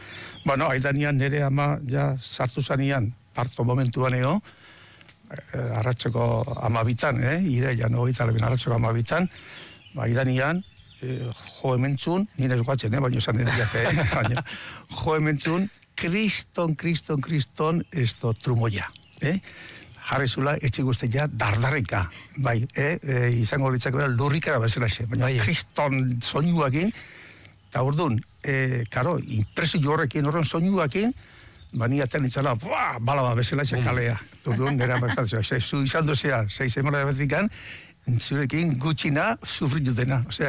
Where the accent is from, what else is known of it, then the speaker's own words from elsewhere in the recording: Ergobia, Basque Country, Spain; Gu, ni Ergobikoa naiz. Ergobia da Astigarragako auzo bat